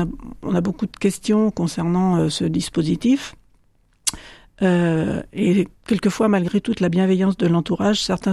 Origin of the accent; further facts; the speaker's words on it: Niort, Nouvelle-Aquitaine, France; On m'a dit, ah bon, tu viens d'où? De Niort. Ah, mais on n'a personne à Niort.